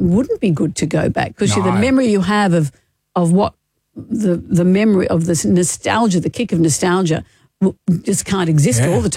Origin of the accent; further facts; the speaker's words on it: Sydney, New South Wales, Australia; also born or lived in Brisbane / Perth; I was born in Brisbane and we left there when I was about 6 or 7 and we moved to Perth for a few years and then really settled in Sydney.